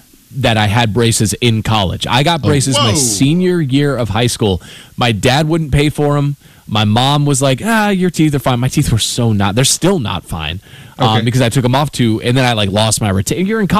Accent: Virginia, United States; I'd say Virginia

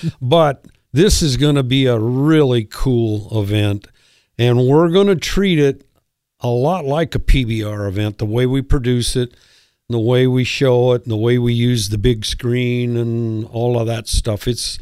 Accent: Deadwood, South Dakota, United States; I grew up in Deadwood

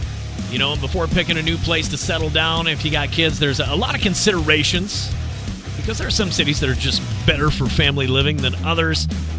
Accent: Eagle Lake, United States; I was raised in Eagle Lake and I thought it was awesome.

